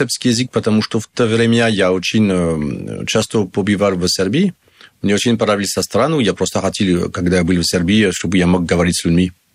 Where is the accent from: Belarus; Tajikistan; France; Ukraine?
France; Russian is a second language; moved away as an adult; now in Russia